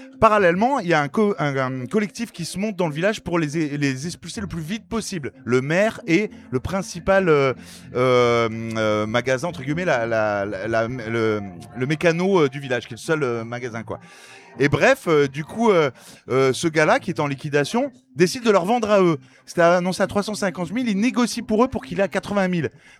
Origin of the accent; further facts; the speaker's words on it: Nice, Provence-Alpes-Côte d'Azur, France; on n'a pas toute la chance d'être né dans une famille Front National, ce qui est mon cas en tant que bon niçois.